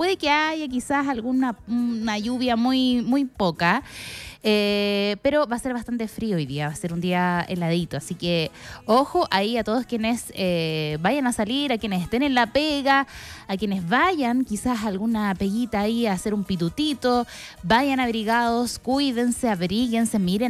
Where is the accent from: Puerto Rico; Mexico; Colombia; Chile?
Chile; San Vicente de Tagua Tagua, O'Higgins; en mi pueblo, en San Vicente de Tahuatahua